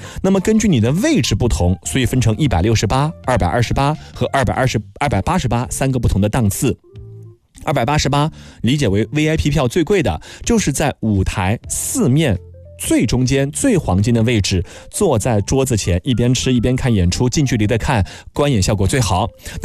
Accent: Nanjing, Jiangsu, China; 咱们南京人啊真的可以说是比他们更好。

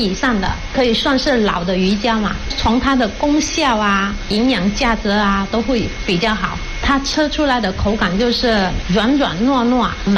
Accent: Raoping, Guangdong, China; 我们潮汕地区，特别是我们饶平

